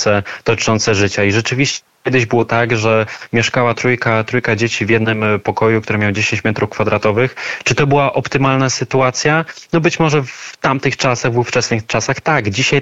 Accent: Lubin, Lower Silesian Voivodeship, Poland; pochodzę z Lubina na Dolnym Śląsku

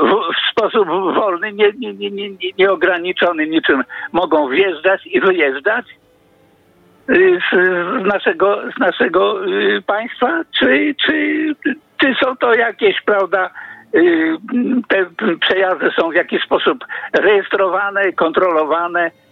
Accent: Warsaw, Masovian Voivodeship, Poland; born there; z Warszawy, rocznik 43.

